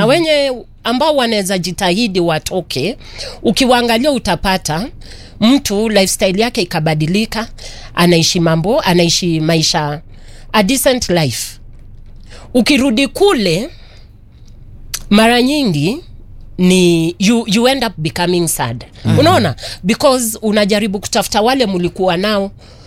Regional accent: Nairobi, Kenya; born there; Mimi nimezaliwa kwa mtaa wa Eastlands, eh?

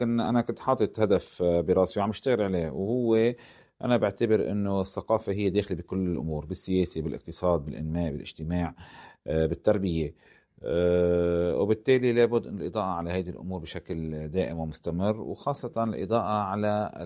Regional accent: Tripoli, North Governorate, Lebanon; أنا مواطن طرابلسي لبناني

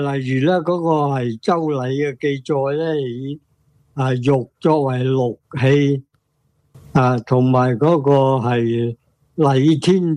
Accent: Guangdong, China; 即系我哋广府人咧，都叫做系翡翠啦

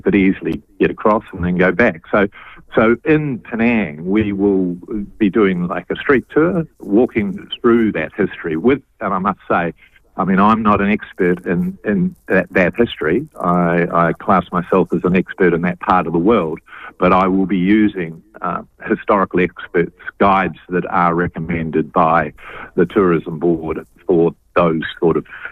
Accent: New Zealand; Kiwis, I think we're all looking to see our culture because predominantly we come from the British culture in New Zealand, and I think people just want to actually celebrate where we came from.

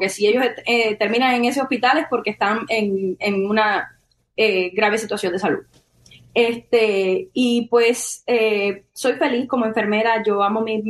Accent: Cuba; now in Kentucky, United States; Kentucky, en el estado prácticamente, y es donde yo trabajo, en el departamento de emergencias. Ahí me pueden ver, soy la única cubana que trabaja ahí como enfermera.

